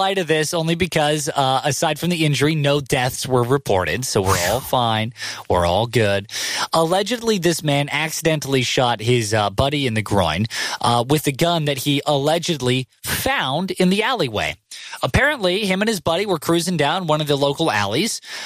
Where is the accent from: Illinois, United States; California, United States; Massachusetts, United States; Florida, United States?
California, United States; moved away; I'm from California.